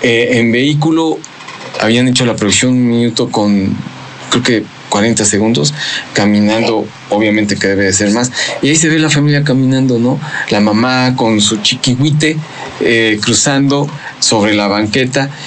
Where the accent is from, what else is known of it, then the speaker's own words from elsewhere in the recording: Puebla, Mexico; Soy poblano, nacido aquí. … porque mis abuelos de Córdoba, Tepos por parte de mi mamá